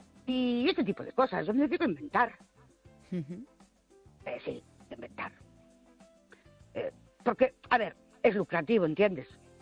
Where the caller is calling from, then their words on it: Ourense, Galicia, Spain; Buenas noches … de Ourense.